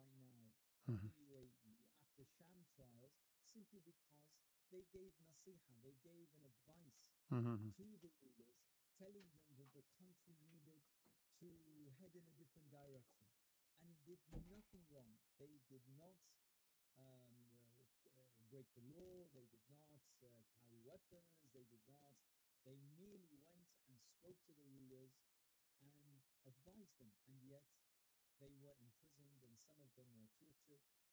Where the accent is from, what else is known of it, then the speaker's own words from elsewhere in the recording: United Kingdom; I'm a British citizen living in the UK.